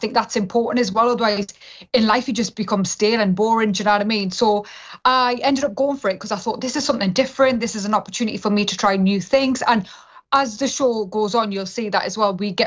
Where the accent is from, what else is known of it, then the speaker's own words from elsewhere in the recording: India; I'm Indian, do you know what I mean? And I was raised by Indian grandparents.